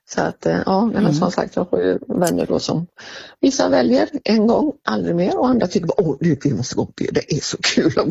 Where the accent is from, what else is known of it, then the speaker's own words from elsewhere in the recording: Sweden; Jag är ju svensk